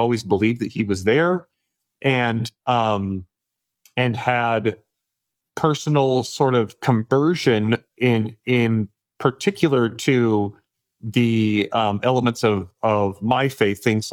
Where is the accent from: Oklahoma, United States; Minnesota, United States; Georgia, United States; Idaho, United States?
Idaho, United States; So I grew up in Idaho. in a family of 9 kids, very conservative family.